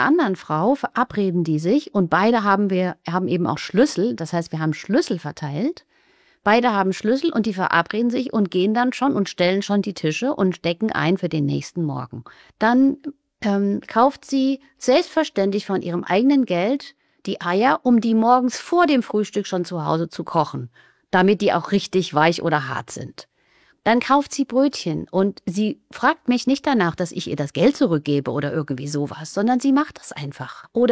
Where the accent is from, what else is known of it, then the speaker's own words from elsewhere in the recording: West Germany, Germany; Denn wir kommen aus Westdeutschland und wir merken, es ist wirklich nochmal, es braucht von uns nochmal so viel demütiges Hinhören